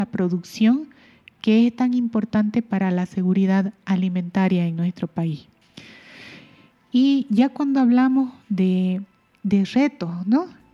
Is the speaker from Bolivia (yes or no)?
yes; Santa Cruz, Bolivia; Estamos expuestos como valles cruceños